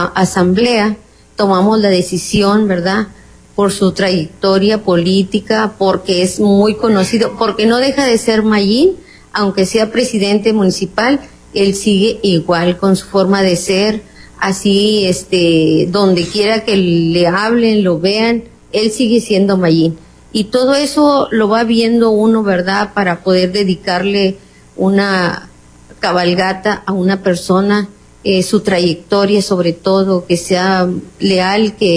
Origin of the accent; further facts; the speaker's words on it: Zaragoza, Mexico; moved away; Yo estaba muy joven cuando entré a Morelos, yo soy de Zaragoza